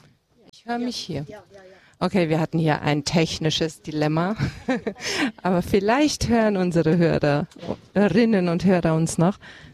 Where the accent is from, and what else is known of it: Munich, Bavaria, Germany; born or raised there